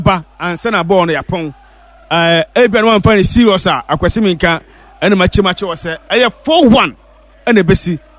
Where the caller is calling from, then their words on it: Canada; Anna Joe, I'm watching you from Canada.